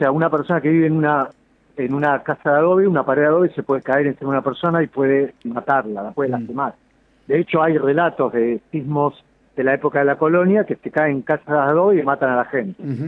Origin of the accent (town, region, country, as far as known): Argentina